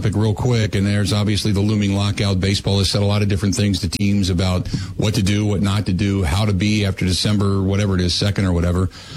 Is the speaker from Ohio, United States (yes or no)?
yes; Cincinnati, Ohio, United States; I grew up in Cincinnati and watched the Big Red Machine in 75 and 76